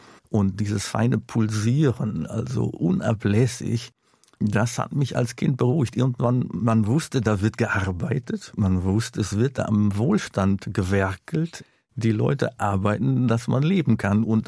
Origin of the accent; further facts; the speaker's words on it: Duisburg, North Rhine-Westphalia, Germany; Ja, Duisburg ist natürlich bis heute berühmt berüchtigt, und ich bin aufgewachsen in Duisburg-Marxloh. Das ist der berüchtigste Stadtteil bis heute.